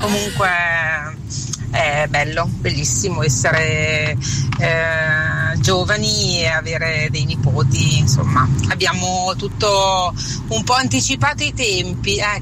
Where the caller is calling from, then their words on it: Parma, Emilia-Romagna, Italy; da Parma.